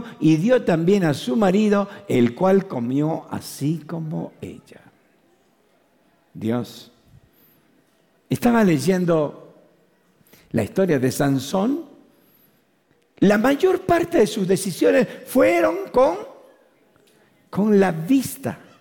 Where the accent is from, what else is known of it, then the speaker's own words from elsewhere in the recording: Mendoza, Argentina; Por eso amo mi tierra. Amo esta Argentina, Mendoza en particular, la colonia.